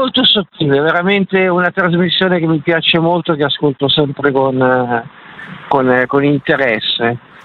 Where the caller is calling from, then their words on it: Milan, Lombardy, Italy; da Milano.